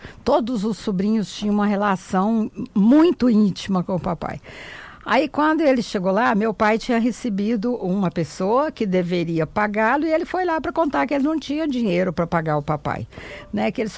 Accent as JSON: {"language": "Portuguese", "region": "Goiás", "country": "Brazil", "tie": "born or raised there", "accent": "mineiro", "moved": "yes", "said": "Minha mãe é mineira. Todo dia alguém pergunta se eu sou mineira, porque eu tenho esse sotaque de mineiro mesmo. Mas eu falo que eu aprendi a fazer negócio foi ali, no alpendre da casa da fazenda, com meu pai"}